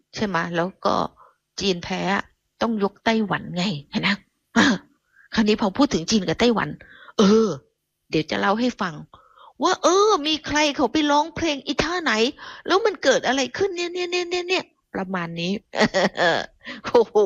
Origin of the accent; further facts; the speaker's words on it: Southern Thailand, Thailand; เราเด็กใต้